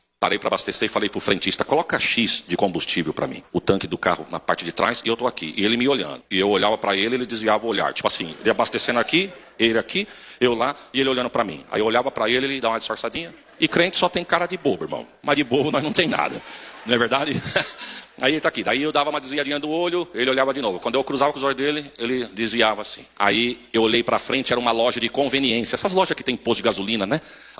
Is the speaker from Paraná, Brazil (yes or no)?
no; Catanduva, São Paulo, Brazil; Eu falei, não, eu sou de Catanduva.